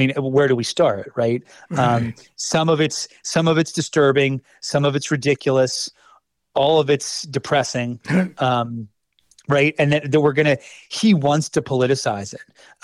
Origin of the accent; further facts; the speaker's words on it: United States; my pride in being American